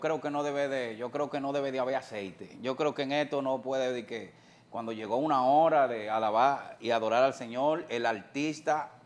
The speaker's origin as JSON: {"language": "Spanish", "country": "Dominican Republic", "said": "nosotros que somos dominicanos"}